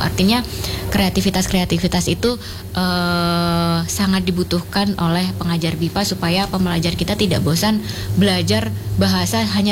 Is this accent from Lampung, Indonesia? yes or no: yes; Lampung, Indonesia; saya juga ikut bangga gitu sebagai orang Lampung dan orang Indonesia